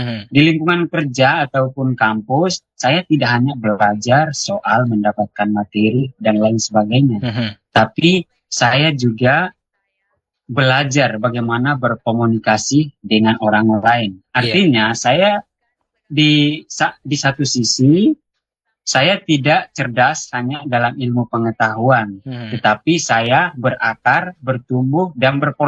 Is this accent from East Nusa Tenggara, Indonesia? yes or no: yes; East Nusa Tenggara, Indonesia; berarti saya juga tahu diri saya berasal dari etnis atau suku Dawan Timur. Sebagai orang Timur, saya juga harus menunjukkan etika yang baik